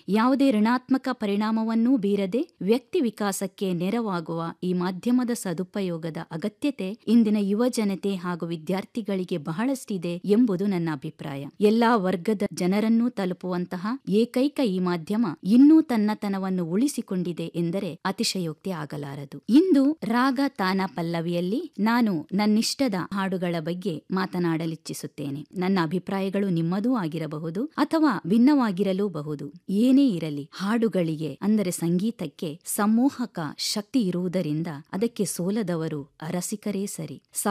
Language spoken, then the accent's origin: Kannada; Bantwal, Karnataka, India; ಬಂಟ್ವಾಳ ತಾಲೂಕಿನ ಕಾವಳಪಡೂರಿನ ಪಚ್ಚಾಜೆ ನನ್ನ ಊರು.